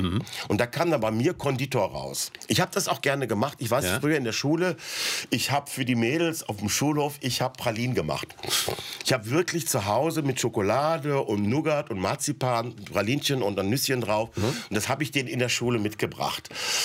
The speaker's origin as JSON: {"language": "German", "town": "Essen", "region": "North Rhine-Westphalia", "country": "Germany", "tie": "born there", "also_born_or_lived": "Bavaria", "moved": "yes", "said": "ich bin in Essen geboren."}